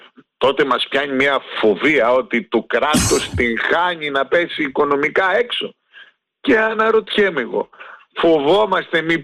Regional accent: Greece; έχουμε μάθει σαν Έλληνες να μιλάμε για εκατομμύρια και για δισεκατομμύρια.

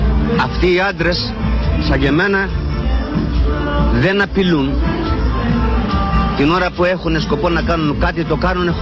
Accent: Kokkinia, Attica, Greece; Εγώ είμαι από την Κοκκινιά και έχω μεγαλώσει μέσα στα λεμονάδικα.

